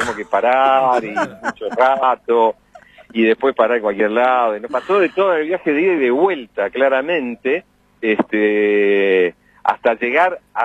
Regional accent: Bahía Blanca, Buenos Aires Province, Argentina; nosotros somos de Bahía Blanca

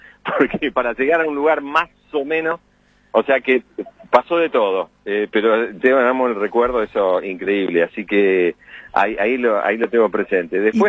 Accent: Bahía Blanca, Buenos Aires Province, Argentina; nosotros somos de Bahía Blanca

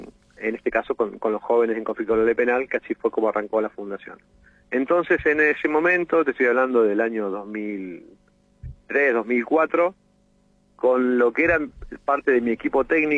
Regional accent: Chubut, Argentina

